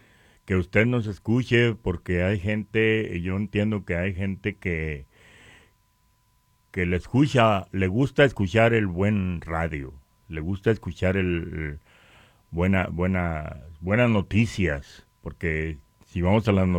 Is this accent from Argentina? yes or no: no; Puerto Peñasco, Sonora, Mexico; yo me crié en Puerto Peñasco, pero pues mi mamá era cristiana